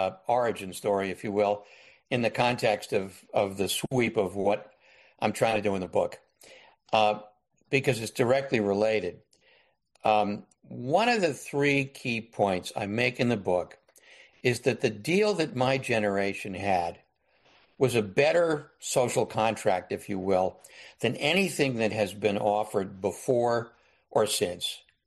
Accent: Bronx, New York, United States; born there; Well, I was born in the Bronx.

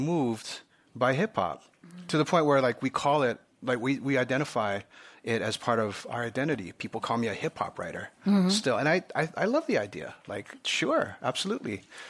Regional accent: Honolulu, Hawaii, United States; as a kid growing up in Honolulu, Hawaii

